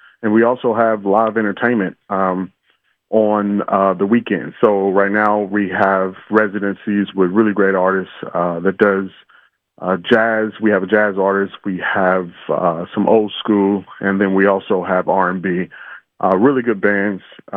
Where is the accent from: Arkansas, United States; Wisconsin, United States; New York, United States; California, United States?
Arkansas, United States; now in Kansas City, United States; I am from Arkansas. I do have that Southern in me.